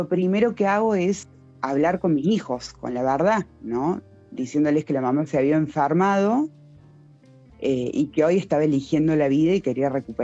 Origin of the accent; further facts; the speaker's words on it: Córdoba, Argentina; moved away; el 18 de abril del 2023, yo llego acá en Córdoba, yo soy cordobesa.